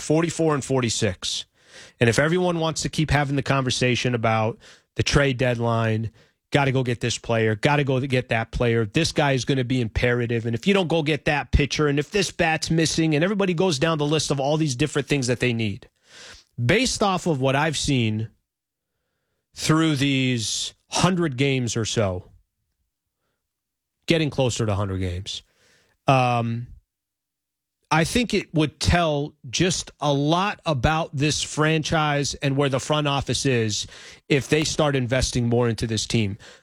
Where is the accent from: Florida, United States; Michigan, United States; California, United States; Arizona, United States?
California, United States; San Diego; I'm from San Diego, so I enjoy covering the San Diego Padres.